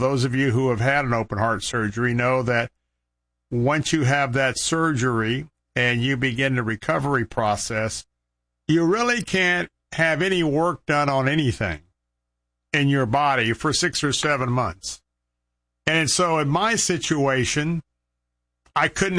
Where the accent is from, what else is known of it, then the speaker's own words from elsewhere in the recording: Tampa, Florida, United States; I was born and raised here in Tampa.